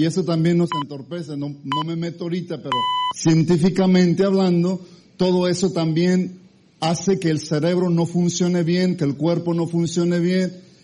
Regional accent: Mexico; now in United States; soy mexicano, me gustan las enchiladas, los chiles rellenos.

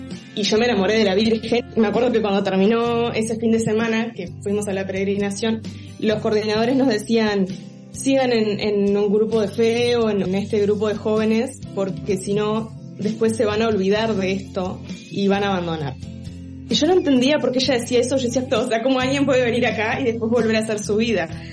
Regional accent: Uruguay; soy uruguaya, tengo 26 años

